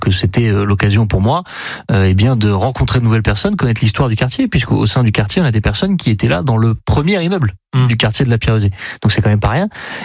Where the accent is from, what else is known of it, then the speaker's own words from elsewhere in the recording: Caen, Normandy, France; Donc moi, très brièvement, je suis originaire de Caen et j'ai travaillé quelques temps sur Paris. Je suis revenu vivre à Caen il y a 2 ans